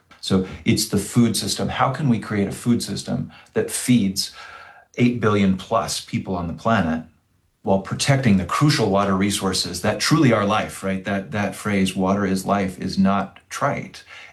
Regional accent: Orem, Utah, United States; born or raised there

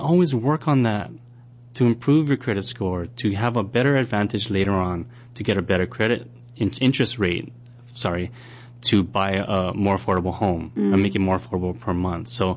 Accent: Kaneohe, Hawaii, United States; I grew up in Kaneohe.

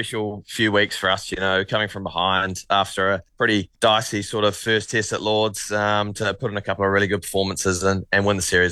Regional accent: Oamaru, Otago, New Zealand; born or raised there; now in Dunedin, New Zealand

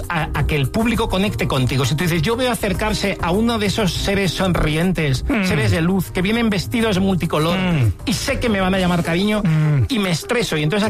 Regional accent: Madrid, Community of Madrid, Spain; O sea, yo soy madrileño, pero poco sociable.

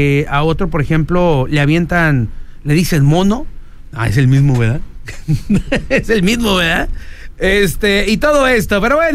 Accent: Mexico; porque como mexicanos somos un desastre

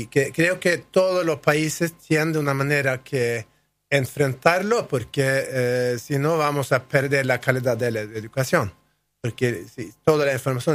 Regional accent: Argentina; Como argentinos, vivimos más como argentinos durante el verano

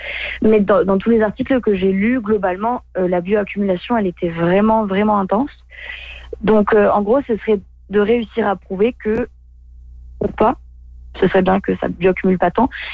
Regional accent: France; moved away as an adult; now in Amos, Canada; parce que je viens de France

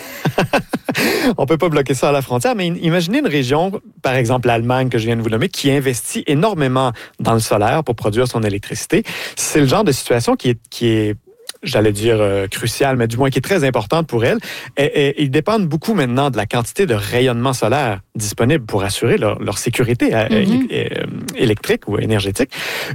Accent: Quebec, Canada; Ben, moi, j'ai grandi en Gaspésie, dans la baie des Chaleurs

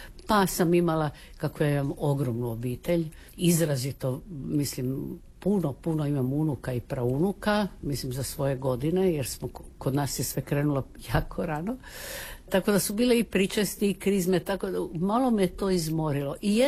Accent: Split, Split-Dalmatia County, Croatia; born there; also born or lived in Imotski / Zagreb; Bez obzira, rođena sam u Splitu, valjda sam i tih dvije godine živjela u tom Imotskom.

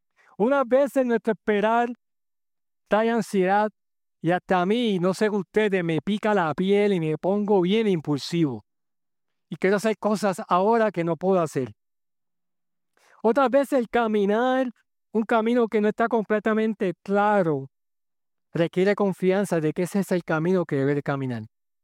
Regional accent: Puerto Rico; moved away as an adult; also born or lived in Alabama / Idaho / New Mexico / Philippines; Yo como soltero me mudé de Puerto Rico a Alabama y de Alabama a Idaho y de Idaho a Nuevo México y luego el Señor me llevó a las Filipinas

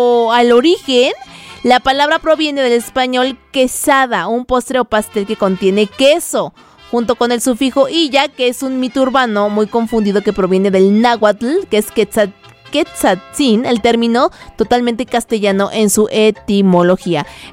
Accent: Mexico City, Mexico; yo aquí, siendo chilanga

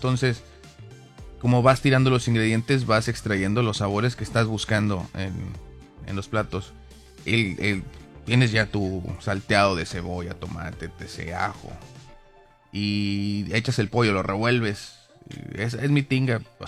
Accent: Mexico; Que quede claro, soy mexicano.

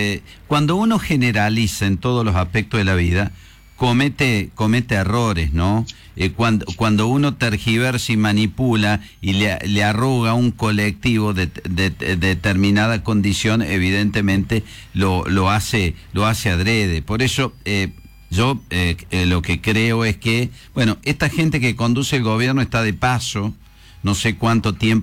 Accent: Argentina; lo que somos los argentinos

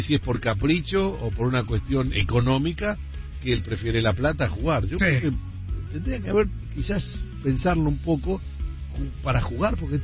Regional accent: Argentina

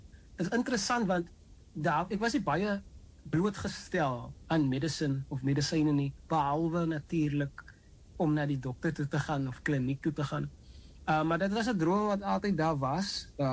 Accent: Macassar, Western Cape, South Africa; is 'n laaitie, soos ek nou sal noem, van Makassar en groot geword, skool gegaan, Oklahoma primair en dan hoërskool, Makassar hoër en ek het dan nie, soos hulle noem, in die blokke groot geraak, in die flats, en ja, baie plat op die aarde groot geword

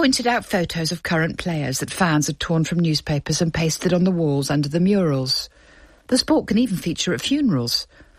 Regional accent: Bristol, South West England, United Kingdom; Growing up in Bristol in the 1960s, My dad used to push me under the turnstiles at Ashton Gate, the city ground.

